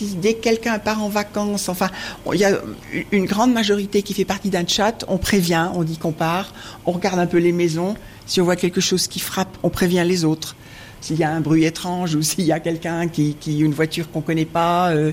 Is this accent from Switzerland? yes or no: no; France; Non, non. Moi, je suis française et mon mari est allemand.